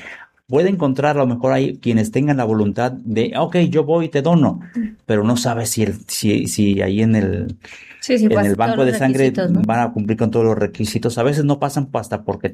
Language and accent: Spanish; Zamora, Michoacán, Mexico; Porque la señal de televisión era en mi pueblo, en el rancho allá, orgullosamente de Zamora Ventura.